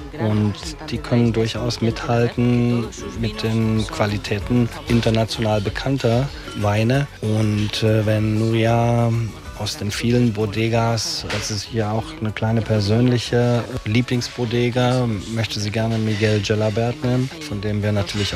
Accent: Bautzen, Saxony, Germany; moved away as an adult; Ich komme aus der Nähe von Dresden, aus Bautzen. Habe dann die Chance gehabt mit dem Mauerfall, in München Hotelfachschule gemacht

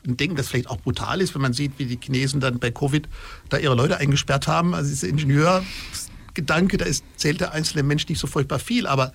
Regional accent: Baden-Württemberg, Germany

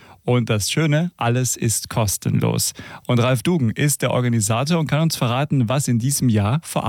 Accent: Würzburg, Bavaria, Germany; bei uns in Würzburg gibt es immer wieder Gründe zum Feiern.

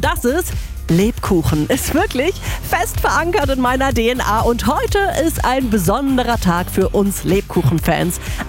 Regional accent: Nuremberg, Bavaria, Germany; born there; now in Neu-Ulm, Germany; Ich bin ja Neuvürterin. Darüber bin ich auch sehr glücklich. Aber eigentlich bin ich gebürtige Nürnbergerin.

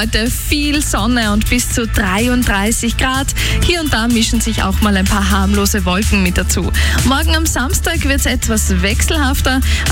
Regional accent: Austria; Am Wochenende stehen die allerersten Almabtriebe bei uns in Österreich an.

